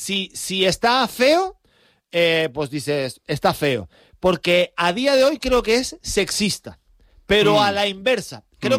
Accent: La Orotava, Canary Islands, Spain; moved away; yo soy de la Orotava, natural de un pueblo

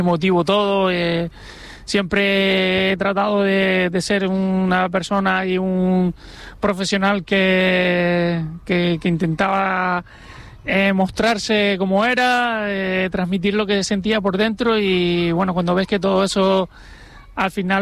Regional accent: Canary Islands, Spain

